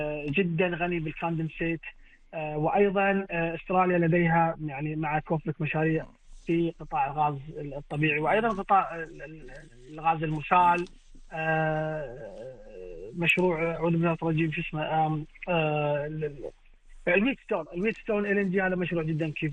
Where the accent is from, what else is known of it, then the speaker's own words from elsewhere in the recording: Kuwait; احنا كشباب كويتي واعد